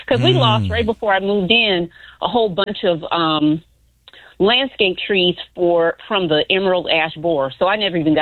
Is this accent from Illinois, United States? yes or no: yes; Chicago, Illinois, United States; I came from Bronzeville. Me and Matt lived a few weeks apart.